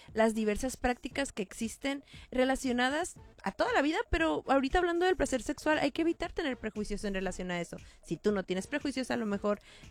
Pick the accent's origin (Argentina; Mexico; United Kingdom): Mexico; somos mexicanos